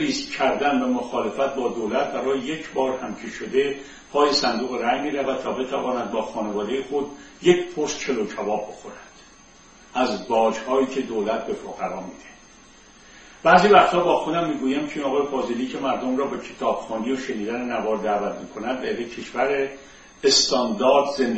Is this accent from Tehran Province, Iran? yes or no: yes; Tehran, Tehran Province, Iran; توی یکی از پایین ترین محله های تهران به وجود اومدم، تو خاک خل بزرگ شدم.